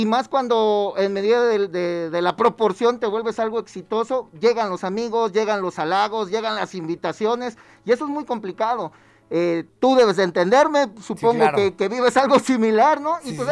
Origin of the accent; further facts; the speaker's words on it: Veracruz, Mexico; born there; moved away as an adult; now in Puebla, Mexico; soy veracruzano de nacimiento, poblano por adopción. Ya tengo 13 años viviendo en Puebla.